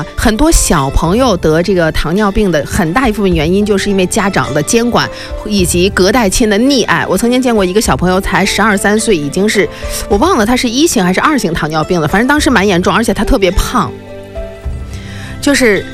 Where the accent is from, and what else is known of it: China